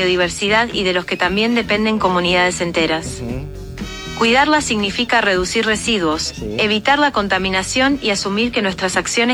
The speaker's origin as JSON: {"language": "Spanish", "country": "Argentina", "lives_now": "Mexico", "said": "la argentina más mexicana."}